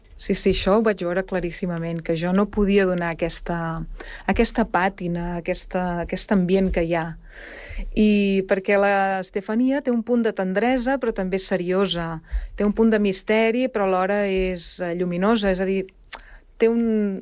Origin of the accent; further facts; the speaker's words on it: Barcelona, Catalonia, Spain; Jo no sóc ben bé de Sant Cugat, sóc de Sants, de Barcelona, però treballo aquí a l'Escola d'Art des de fa gairebé 30 anys.